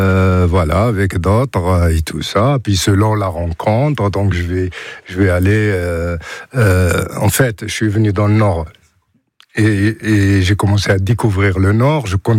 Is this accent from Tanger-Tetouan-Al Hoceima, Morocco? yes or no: no; Ben Slimane, Casablanca-Settat, Morocco; French is a second language; moved away as an adult; now in France; Moi, je venais de loin. Je venais du Maroc.